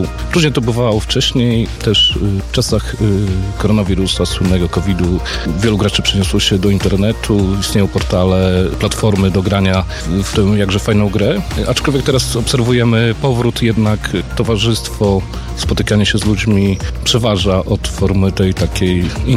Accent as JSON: {"language": "Polish", "town": "Włodawa", "region": "Lublin Voivodeship", "country": "Poland", "said": "Ja sam pochodzę z Włodawy."}